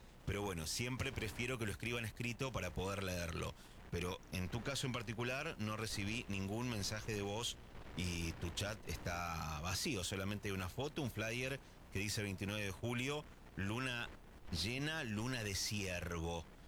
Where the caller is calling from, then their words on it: Monte Caseros, Corrientes, Argentina; de Monte Caseros, Corrientes.